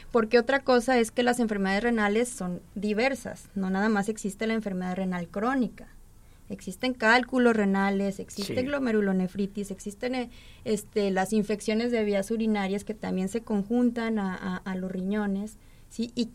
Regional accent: Zacatecas, Mexico; moved away as an adult; now in Poza Rica, Mexico; Yo vengo de Zacatecas, una región totalmente distinta a Poza Rica, Veracruz, y me he dado la tarea en este mes y medio que tengo aquí

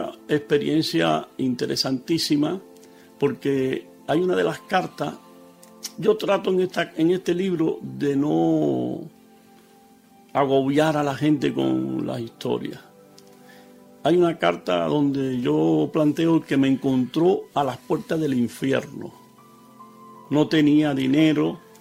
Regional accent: Cuba; now in Barcelona, Spain; Y precisamente cuando yo salí de Cuba, ella se quedó allá

